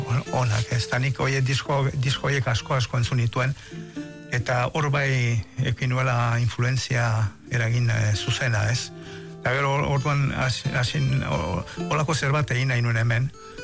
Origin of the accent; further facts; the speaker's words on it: Hondarribia, Basque Country, Spain; Claro, ni Hondarribian jaio nintzen eta portuan bertan bizi nintzen